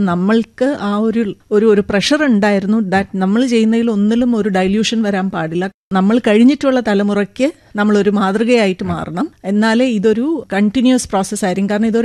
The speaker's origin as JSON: {"language": "Malayalam", "town": "Bokaro", "region": "Bihar", "country": "India", "tie": "born or raised there"}